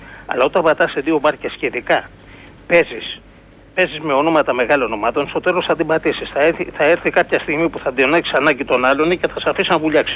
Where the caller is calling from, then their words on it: Piraeus, Attica, Greece; Καλησπέρα … από Πειραιά